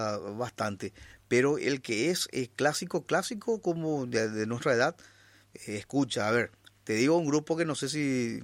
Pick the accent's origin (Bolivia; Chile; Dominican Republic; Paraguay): Paraguay; los paraguayos siempre tenemos que decir modestia aparte.